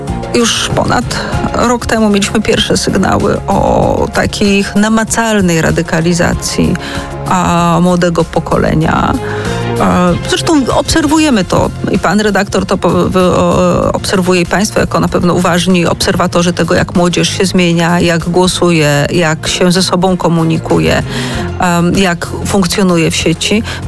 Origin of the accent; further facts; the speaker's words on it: Kraków, Lesser Poland, Poland; z Krakowa.